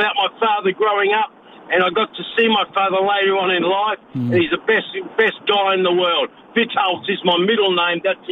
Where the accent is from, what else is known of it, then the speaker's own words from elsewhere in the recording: Beaumont, South Australia, Australia; But it's hard to change to say, "Hi … from Beaumont, go the D."